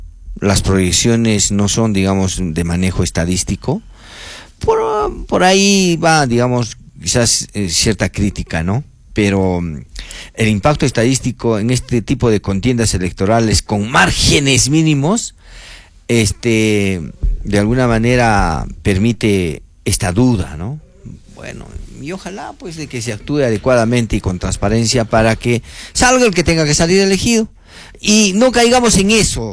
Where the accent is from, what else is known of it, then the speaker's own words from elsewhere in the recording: Peru; tenemos que mirarnos como peruanos, que estamos en un mismo país